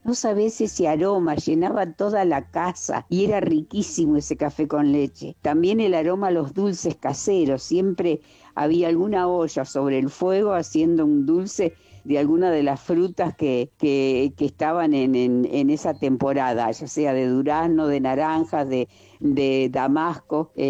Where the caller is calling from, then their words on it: Rosario, Santa Fe, Argentina; de Rosario.